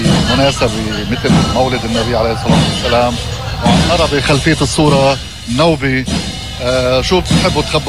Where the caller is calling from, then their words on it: Sidon, South Governorate, Lebanon; أنا هلأ من نص مدينة صيدا.